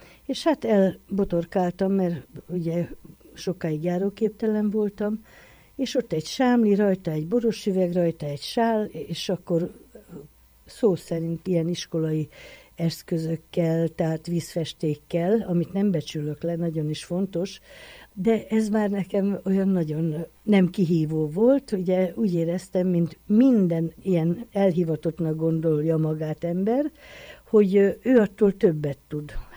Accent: Jász-Nagykun-Szolnok, Hungary; born there; moved away; also born or lived in Debrecen / Bulgaria; Jászberény mellett születtem, és később Debrecenbe jártam iskolába, onnan pedig az ötvösre kerültem, bulgár szakra, amiből 3 évet Bulgáriába töltöttem

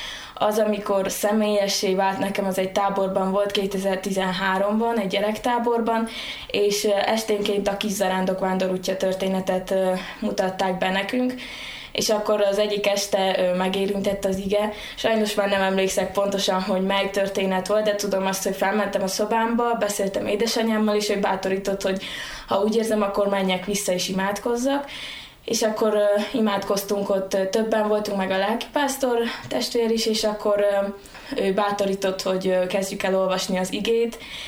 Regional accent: Szilágyballa, Sălaj, Romania; moved away as an adult; now in Cluj-Napoca, Romania; Hát én Szilágyságból származom, Zila mellett egy faluból, Szilágyballáról. Nagy családban születtem, haton vagyunk testvérek, és most elsőéves egyetemista vagyok itt Kolozsváron, az Orvosi Egyetemen.

